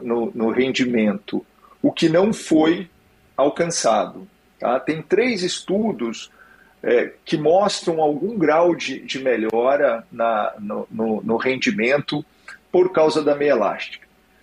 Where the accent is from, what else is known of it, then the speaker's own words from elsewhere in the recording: Goiânia, Goiás, Brazil; moved away as an adult; now in São Paulo, Brazil; eu vim fazer residência em São Paulo, eu sou de Goiânia, e meu pai era daqui de São Paulo, foi para Goiânia e eu fiz o inverso.